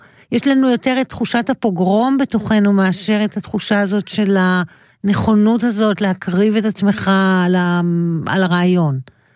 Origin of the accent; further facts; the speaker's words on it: Ayelet HaShahar, Northern District, Israel; איילת השחר, קיבוץ, אנחנו שתינו בנות קיבוץ איילת השחר